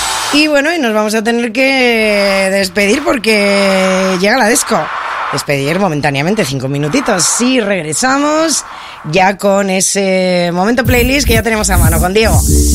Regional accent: Pyrenees, Spain; Pásatelo muy bien por mi tierra.

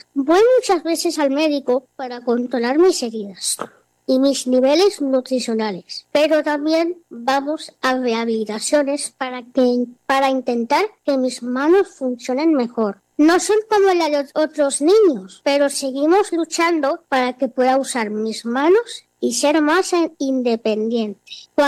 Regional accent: Seville, Andalusia, Spain; tengo 12 años, soy de Sevilla, en España, y tengo una enfermedad llamada piel en piel de mariposa.

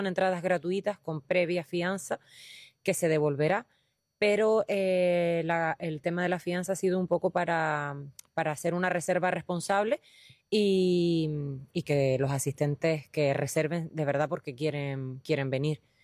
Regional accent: Lajares, Canary Islands, Spain; Al final es un evento que se hace en mi pueblo, en Los Lajares.

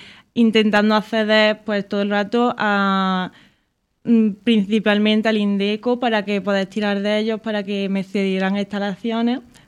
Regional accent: Lucena, Andalusia, Spain; Claro, porque yo soy de Lucena y allí sí hay un club de gimnasia artística.

